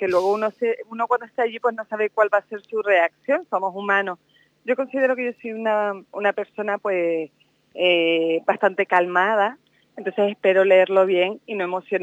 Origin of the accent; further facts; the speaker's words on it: Teror, Canary Islands, Spain; yo soy nacida en Arbejales, que es un barrio vecino de San Isidro, estamos muy cerquita y que compartimos también parroquias. Y bueno, en mi infancia, pues yo estudiaba en el colegio de Arbejales